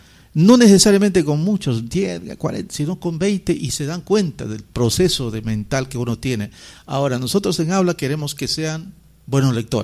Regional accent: Rioja, San Martín, Peru; now in Tocache, Peru; Yo soy de Rioja.

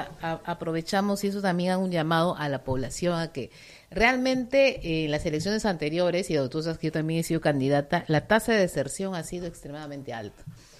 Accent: San Martín, Peru; nosotros como sanmartinenses

